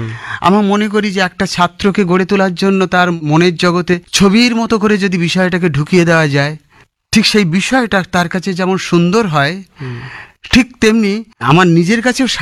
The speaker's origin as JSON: {"language": "Bangla", "area": "Sundarbans", "region": "West Bengal", "country": "India", "tie": "born or raised there", "moved": "as an adult", "lives_now": "Kolkata, India", "said": "ছোটবেলাটা আমার সুন্দরবনে কেটেছে।"}